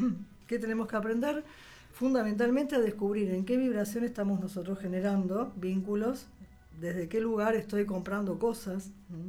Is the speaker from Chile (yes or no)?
no; Uruguay; Somos uruguayos, olvídate, eso va a estar.